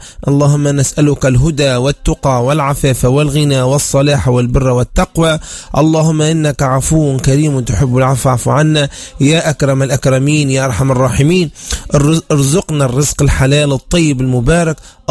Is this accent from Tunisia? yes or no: yes; Tunisia; بلدنا تونس.